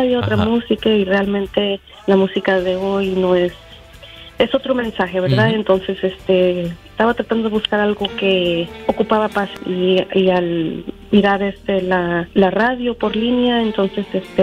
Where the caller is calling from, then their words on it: Visalia, California, United States; En Visalia, California.